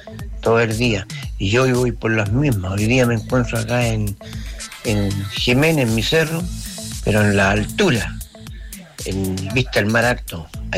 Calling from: Valparaíso, Chile; Yo soy porteño

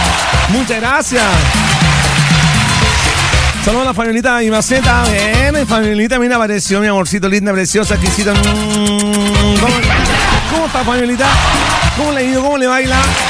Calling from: Quillota, Valparaíso, Chile; Hola, somos de Quillota.

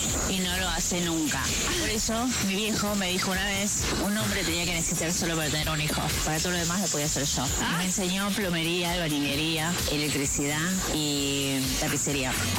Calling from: Argentina; de Madero.

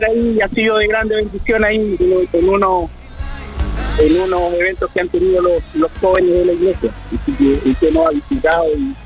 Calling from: Santiago, Santiago Metropolitan Region, Chile; Estamos por allá en el sector de Pudahuel

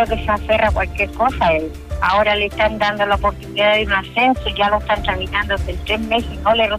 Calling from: Calama, Antofagasta, Chile; Yo soy de Calama.

